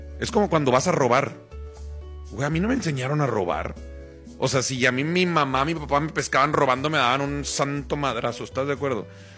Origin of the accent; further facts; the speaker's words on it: Monterrey, Nuevo León, Mexico; Como sociedad y como ciudadano mexicano, regiomontano, me alarma.